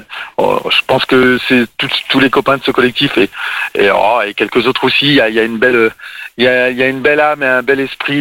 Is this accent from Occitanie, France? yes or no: no; Roubaix, Hauts-de-France, France; born there; Je suis né à Roubaix, dans le nord de la France.